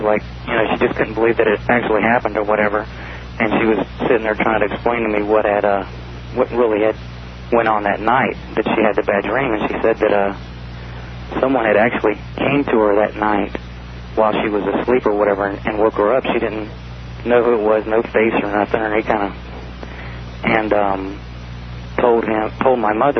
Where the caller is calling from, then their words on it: Anchorage, Alaska, United States; I'm calling from Anchorage, Alaska.